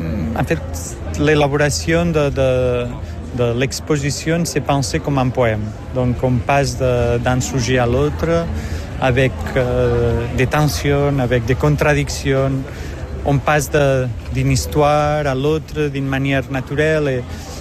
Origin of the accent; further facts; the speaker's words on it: Manresa, Catalonia, Spain; French is a second language; moved away as an adult; now in Brussels, Belgium; artiste espagnol de Manresa, mais que j'habite à Bruxelles depuis des années déjà.